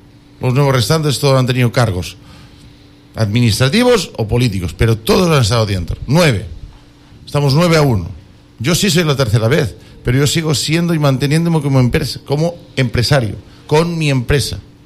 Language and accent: Spanish; Quevedo, Los Ríos, Ecuador; Yo no soy de San Carlos, soy de Quevedo.